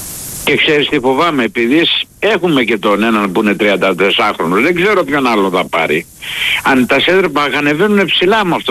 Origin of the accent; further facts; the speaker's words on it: Heraklion, Crete, Greece; από Ηράκλειο.